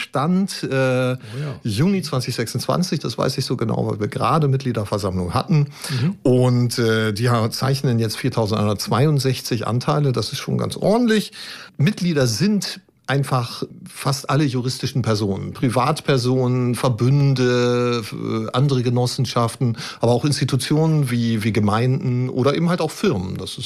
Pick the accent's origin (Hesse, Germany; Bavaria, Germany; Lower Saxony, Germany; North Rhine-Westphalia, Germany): Lower Saxony, Germany; born there; now in Braunschweig, Germany; ich bin 57 Jahre alt, gebürtig in der Lüneburger Heide und aber seit jetzt schon fast 30 Jahren Braunschweiger